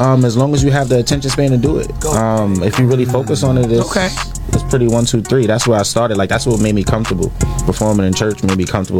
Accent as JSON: {"language": "English", "town": "Bay Shore", "region": "New York", "country": "United States", "tie": "born or raised there", "said": "Also, I grew up in Long Island as well."}